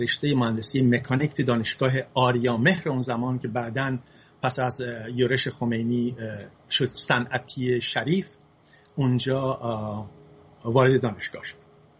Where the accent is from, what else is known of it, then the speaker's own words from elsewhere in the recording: Isfahan, Iran; also born or lived in Fasa; من تو سال 1337 در شهر فحصا متولد شدم، یکی از شهرهای استان فارس. پدرم کارمند بانک بود و بعد از یکی دو سالم شد رفت تهران.